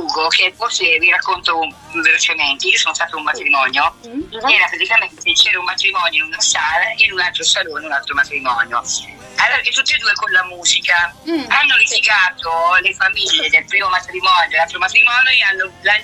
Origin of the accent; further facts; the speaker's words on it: Sicily, Italy; Io sono siciliana pure io